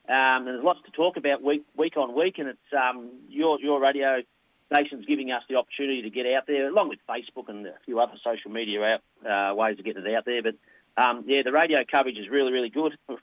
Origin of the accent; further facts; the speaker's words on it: Churchill, Victoria, Australia; born there; also born or lived in Shepparton / Yallourn; now in Yinnar, Australia; Yeah, we moved here from Shepparton in about 1970-odd when my dad worked at the Monash, Gippsland Institute of Advanced Education when it was in Yallourn back in the day. And then we moved to Churchill in the early 70s. So, and I've moved to Yanar, so I haven't gone far.